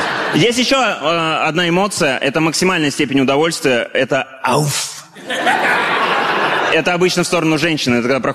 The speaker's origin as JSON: {"language": "Russian", "country": "Russia", "said": "У русских, когда нам вкусно"}